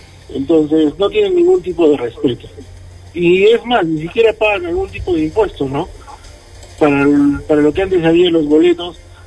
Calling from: Arequipa, Peru; una vergüenza ajena que uno siente como arequipeño

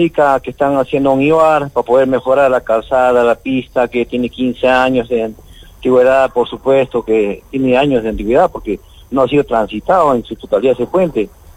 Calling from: Arequipa, Peru; nosotros como Arequipeño

